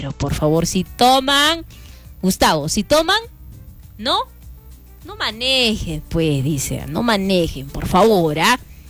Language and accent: Spanish; Peru; para hacer reflexión en este caso como peruanos